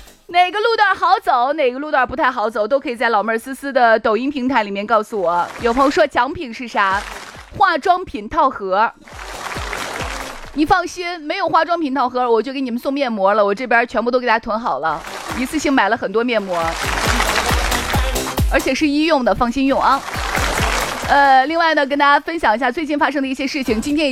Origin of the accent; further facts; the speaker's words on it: Shaanxi, China; 咱们陕西人就是这样子